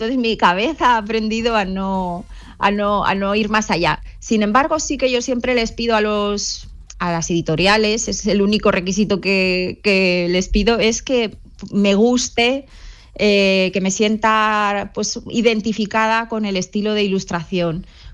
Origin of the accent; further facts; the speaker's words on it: Pyrenees, Spain; Yo soy del Pirineo y el bosque me acompaña en muchísimos libros como En tren de invierno.